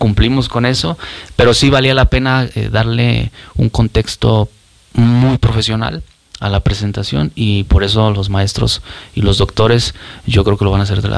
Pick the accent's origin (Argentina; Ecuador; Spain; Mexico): Mexico; Iguala, Guerrero; moved away as an adult; now in Zacatecas, Mexico; Soy originario de Iguala, Guerrero, pero ya 10 años, los mismos 10 años que tenemos ya de oficio, de artista, pues son los mismos que tengo viviendo acá.